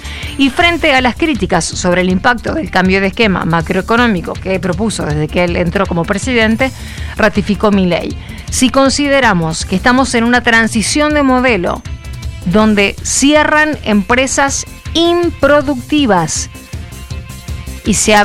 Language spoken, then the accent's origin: Spanish; Argentina; nosotros como argentinos